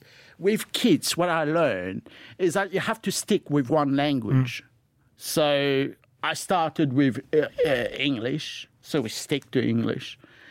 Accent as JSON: {"language": "English", "town": "Melbourne", "region": "Victoria", "country": "Australia", "tie": "born or raised there", "also_born_or_lived": "Mauritius / Darwin", "moved": "as an adult", "lives_now": "Luxembourg", "said": "So I grew up in Australia, in Melbourne. So we live, most of the time I was in Melbourne. And now before that, I was in Darwin for 2 years."}